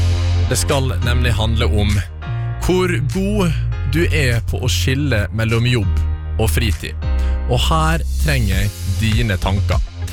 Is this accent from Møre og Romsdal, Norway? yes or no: yes; Flemsøy, Møre og Romsdal, Norway; moved away; jeg hadde en fastlege hjemme på Flemsøy, når jeg var liten.